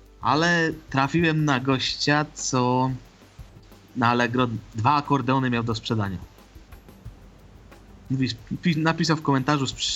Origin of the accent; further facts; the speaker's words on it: Ożarowice, Silesian Voivodeship, Poland; Ja pochodzę z Ożarowic, to jest Górny Śląsk. Jakby ktoś wiedział, to jest port lotniczy Pyrzowice, 2 km do portu